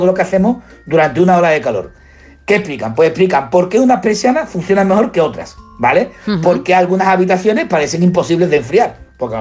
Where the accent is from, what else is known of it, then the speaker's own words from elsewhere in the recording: Seville, Andalusia, Spain; Sevilla, yo no he vivido esa juventud y esa infancia. Eso estaba muy bien cuando tienes 27 grados.